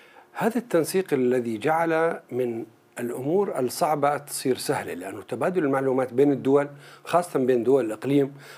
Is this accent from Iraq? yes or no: no; Syria; لدينا كسوريين